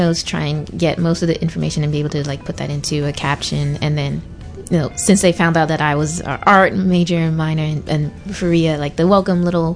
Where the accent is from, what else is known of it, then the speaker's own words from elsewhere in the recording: Bermuda; moved away as an adult; now in United States; always have home here in Bermuda. I'm also American and I have American citizenship